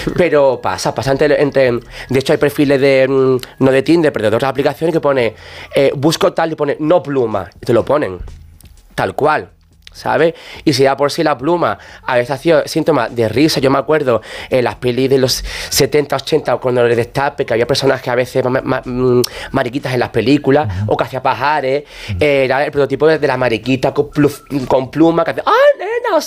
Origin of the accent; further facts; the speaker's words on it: Andalusia, Spain; Yo soy súper ateo, yo el mundo de la Semana Santa no me gusta, siendo andaluz no me gusta.